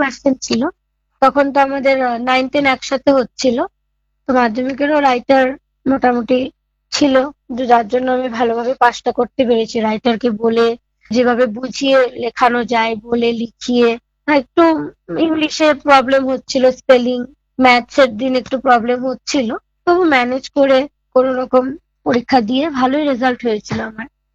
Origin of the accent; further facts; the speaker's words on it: Imphal, Manipur, India; আমার বাড়ি অ্যাকচুয়ালি মণিপুরে ইম্ফলে, কিন্তু আমার চোখটা খারাপ হয় শিলচরে।